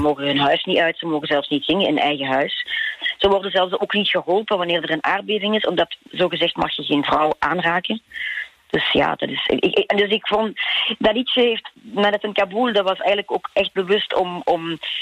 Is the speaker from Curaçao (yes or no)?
no; Belgium